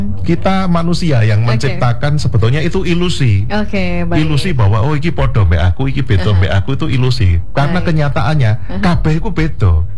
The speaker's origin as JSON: {"language": "Indonesian", "town": "Kediri", "region": "East Java", "country": "Indonesia", "tie": "born or raised there", "moved": "as an adult", "lives_now": "Surabaya, Indonesia", "said": "saya itu asli dari Kediri Pak. Walaupun sudah 21 tahun di Surabaya. Asli saya Kediri. Dan saya diasuh di lingkungan yang ya 99,99% tuh muslim."}